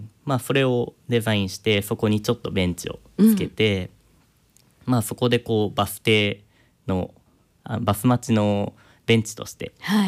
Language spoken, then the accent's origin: Japanese; Tatebayashi, Gunma, Japan; moved away as an adult; 僕の出身群馬県館林、